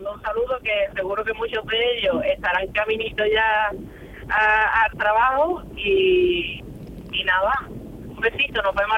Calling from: Jerez de la Frontera, Andalusia, Spain; unos 30 y muchos. De Jerez a Puerto Real

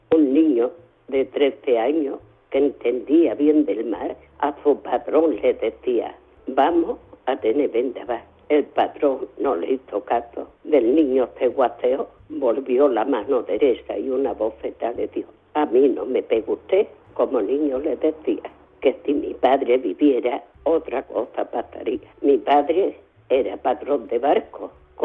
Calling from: Algeciras, Andalusia, Spain; Buenos días … de Algeciras.

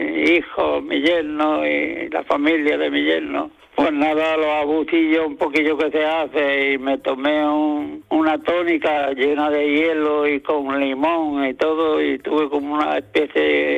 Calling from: Almuñécar, Andalusia, Spain; No, lo soy … de Almuñécar.

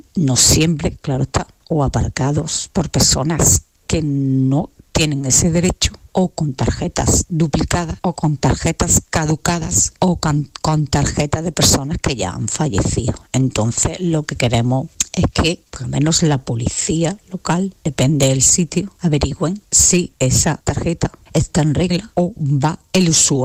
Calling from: Andalusia, Spain; Soy de un pueblo de la provincia de Cádiz

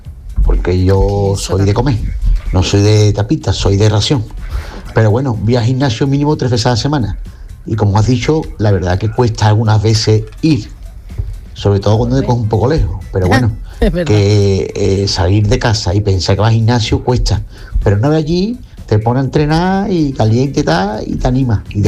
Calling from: Cádiz, Andalusia, Spain; Hola, Yuyu y compañía … de Cádiz.

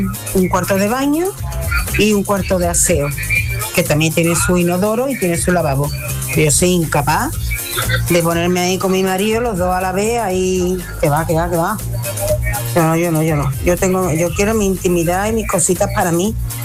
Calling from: Seville, Andalusia, Spain; de Sevilla.

